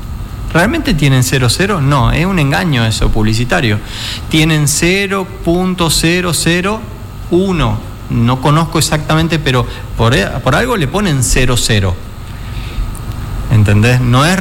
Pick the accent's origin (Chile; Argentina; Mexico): Argentina